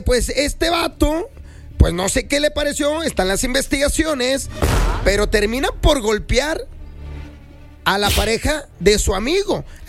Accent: Ciudad Juárez, Chihuahua, Mexico; pues si somos de Juárez aquí.

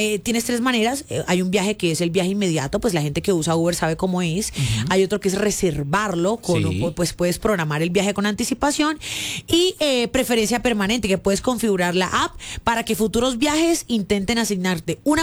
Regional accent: Colombia; como todo colombiano y como aquí hay tanta vaina

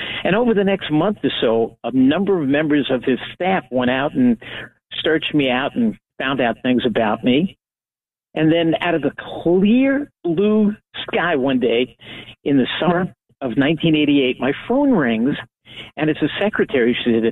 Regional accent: Long Island, New York, United States; I grew up on Long Island. I'm a Long Islander through and through and through.

